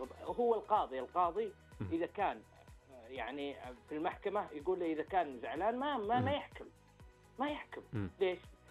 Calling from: Al-Qassim, Saudi Arabia; انا اكلمك من القصيم

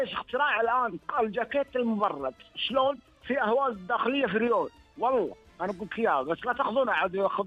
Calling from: Dammam, Eastern Province, Saudi Arabia; من مدينة الدمام، عروس المنطقة الشرقية.

